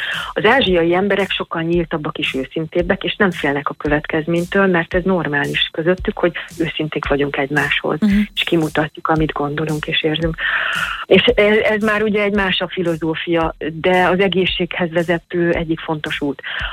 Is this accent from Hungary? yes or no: yes; Hungary; now in Tuscany, Italy